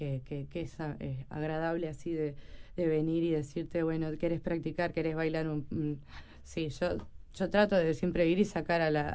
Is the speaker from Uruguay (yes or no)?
yes; Uruguay; soy de Montevideo